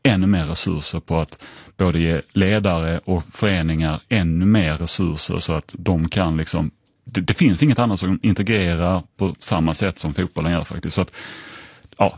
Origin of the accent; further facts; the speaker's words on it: Sweden; som en europé och som en svensk